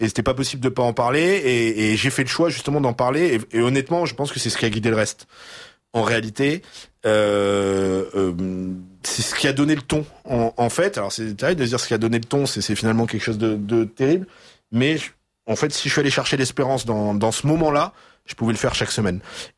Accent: Nice, Provence-Alpes-Côte d'Azur, France; Moi, je suis très impressionné quand il y a des processions à Nice, comme je disais tout à l'heure, on est des Français assez récents, donc on a un catholicisme assez populaire, un peu à l'italienne

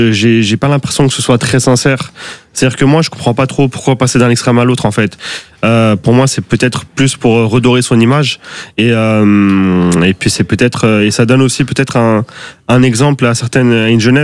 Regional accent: France; born there; Je suis pas né là-bas, mes parents sont nés là-bas, moi je suis né en France

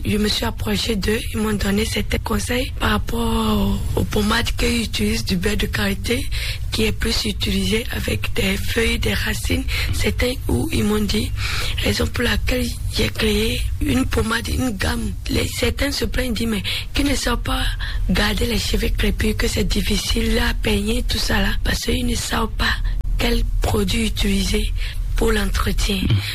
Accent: Benin; Chez nous, en Bariba, on dit pori-pori.

